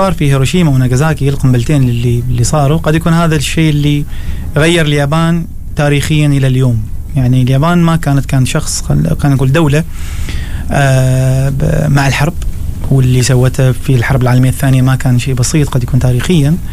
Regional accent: Oman; also born or lived in Japan; كعمانيين إحنا واجد يهمنا، فأنا قررت إني أرجع عمان

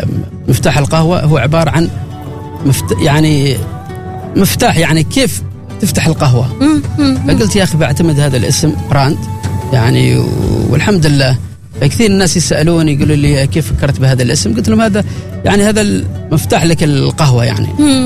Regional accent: Oman; صار نحن كعمانيين البيت الثالث

